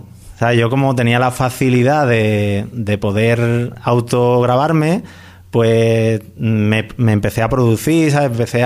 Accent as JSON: {"language": "Spanish", "town": "Alcalá de Henares", "region": "Community of Madrid", "country": "Spain", "said": "allí en Alcalá está el barrio de Pablo VI y la barriada La Paz, que es de donde yo soy."}